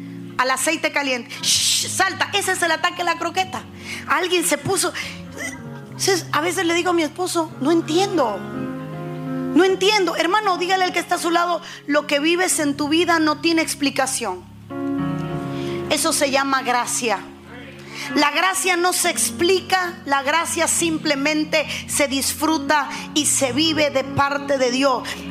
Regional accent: Cuba; somos cubanos, hablamos un idioma raro.

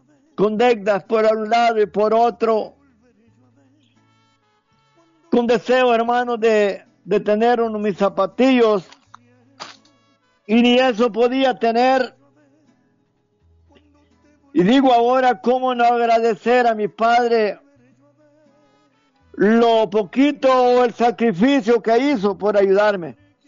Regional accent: El Salvador; ya eran los lugares donde como salvadoreños buscábamos, buscando la vida, pidiendo a Dios. Pero un día regresamos a nuestro país

